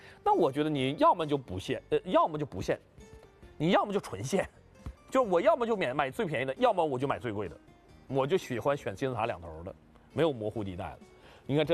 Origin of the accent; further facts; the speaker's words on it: Heilongjiang, China; 作为我一个北方人，从小在北方长大，黑龙江长大的孩子来说